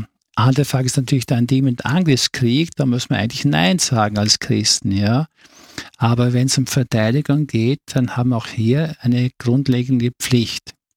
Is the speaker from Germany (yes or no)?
no; Vorarlberg, Austria